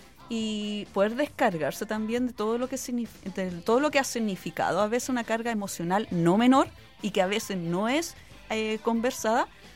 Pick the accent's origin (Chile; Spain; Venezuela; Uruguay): Chile; Valparaíso; Mira, y como salimos de distintas partes, pues como te digo, somos de Concón, Viña, Valparaíso, etcétera, nos vamos organizando para irnos en los autos respectivos.